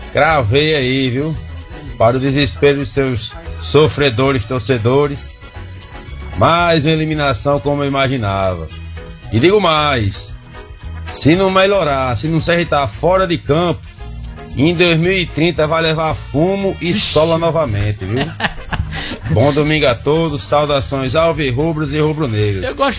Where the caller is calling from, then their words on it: Brazil; do Sumaré.